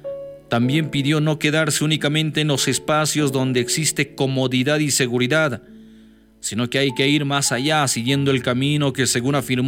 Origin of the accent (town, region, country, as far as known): Bolivia